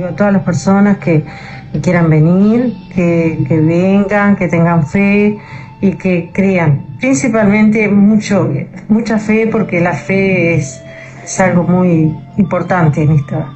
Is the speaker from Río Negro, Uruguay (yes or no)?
no; Paysandú, Uruguay; yo realmente soy, no soy ni de acá, soy de Paysandú, ando de paz, como quien dice.